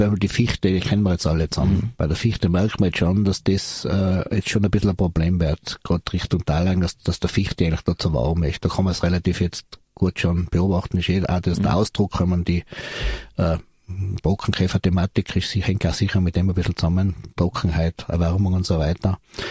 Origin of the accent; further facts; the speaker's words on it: Arzl, Tyrol, Austria; Ich komme von Arzl bei Innsbruck, das ist mein Heimatort.